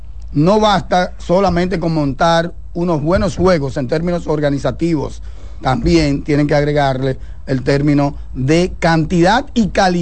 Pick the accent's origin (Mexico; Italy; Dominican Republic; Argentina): Dominican Republic; somos una República Dominicana muy atrevida en ese sentido